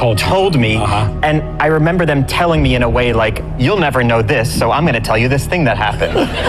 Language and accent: English; New Jersey, United States; I grew up in Central Jersey